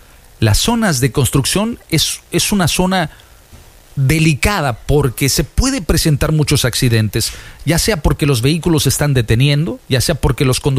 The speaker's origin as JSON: {"language": "Spanish", "region": "Veracruz", "country": "Mexico", "said": "yo soy de oro, yo soy Jarocho."}